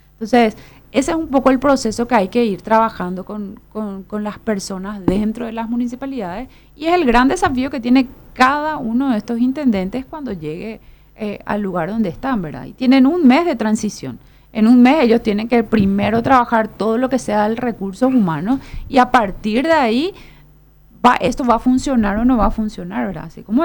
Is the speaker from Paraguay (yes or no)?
yes; Lambaré, Central, Paraguay; Yo soy una ciudadana de Lambaré.